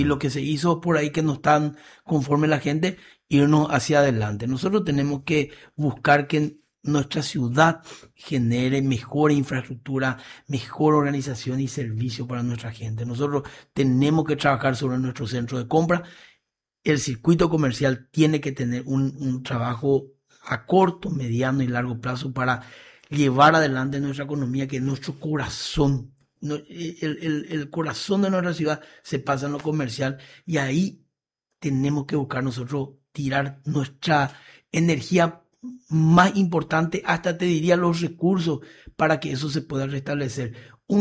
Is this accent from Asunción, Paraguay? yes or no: no; Encarnación, Itapúa, Paraguay; Por el contrario, yo soy de Encarnación. Yo quiero que mi intendente me escuche y me responda.